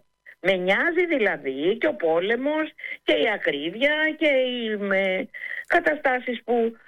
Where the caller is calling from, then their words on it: Greece